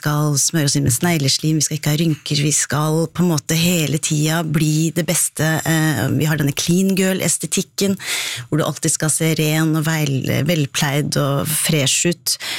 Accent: Ål, Buskerud, Norway; moved away; jeg kom fra Ål

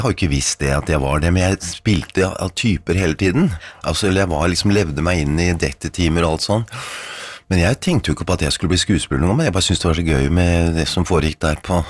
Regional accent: Oslo, Norway; nede i bakgården, husker jeg, på Torshov, jeg er fra Torshov

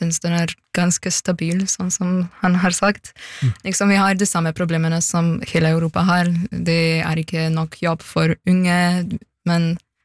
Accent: Slovenia; moved away; jeg synes at slovenere, når jeg sammenligner dem med nordmenn, så er vi ikke like patriotiske som nordmenn.

